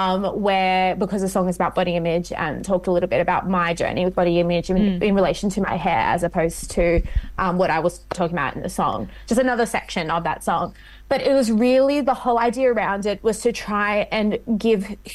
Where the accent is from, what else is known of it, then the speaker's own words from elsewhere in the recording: Sydney, New South Wales, Australia; Without knowing that I was from Western Sydney, was like, oh, thank God for Western Sydney